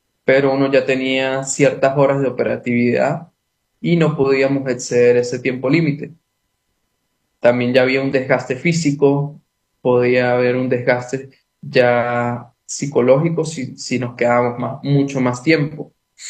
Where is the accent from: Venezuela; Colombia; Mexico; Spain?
Venezuela; Eso fue muy llamativo para nosotros como venezolanos